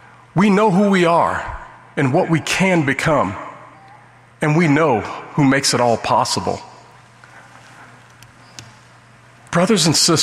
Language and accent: English; Las Vegas, Nevada, United States; Growing up in Las Vegas, I was surrounded by negative influences.